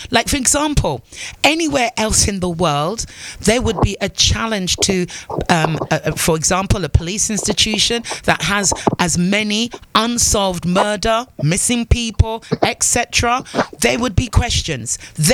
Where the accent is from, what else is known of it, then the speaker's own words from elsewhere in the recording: England, United Kingdom; born there; now in Antigua and Barbuda; I was born in England. My family are from Antigua. I live in Antigua